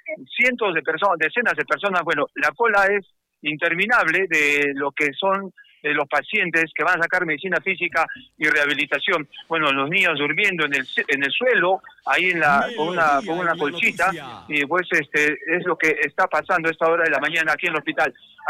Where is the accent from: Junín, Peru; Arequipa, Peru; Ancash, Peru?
Arequipa, Peru; Valle de Tambo; Yo soy de Valle de Tambo. Yo he venido, primer carro de 2 de la mañana.